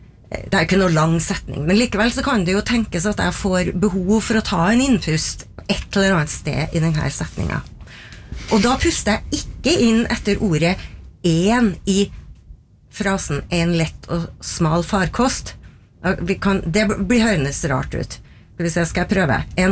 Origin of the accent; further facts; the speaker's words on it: Trøndelag, Norway; accent: Trøndelag dialect; for eksempel at trønderdialekten styrer pustemønstret vårt på, har noe å gjøre med hvordan jeg er som trønder.